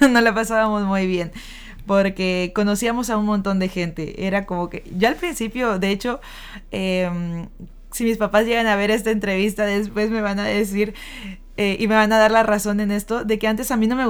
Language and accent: Spanish; Mexico; now in Argentina; Yo vengo de México, entonces mis programas son muy norteamericanos.